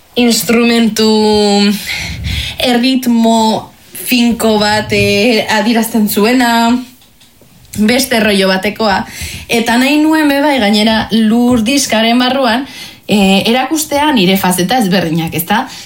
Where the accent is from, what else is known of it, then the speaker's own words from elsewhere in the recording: Bilbao, Basque Country, Spain; ni bilbotarra naiz